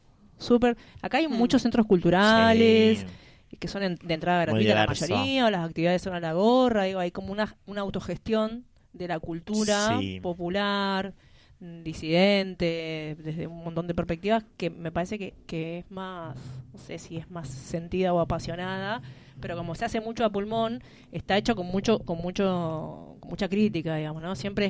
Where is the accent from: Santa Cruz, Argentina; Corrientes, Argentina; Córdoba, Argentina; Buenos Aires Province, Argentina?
Buenos Aires Province, Argentina; No, yo soy conurbanense. Muy, muy conurbanense.